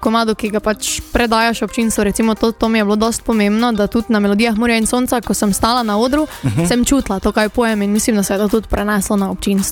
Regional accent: Styria, Slovenia; Še vedno se imam za Štajerko.

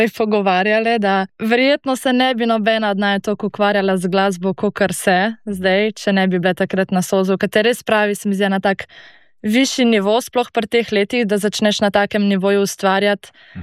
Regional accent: Gorizia, Slovenia; prihajam iz okolice pri Novi Gorici

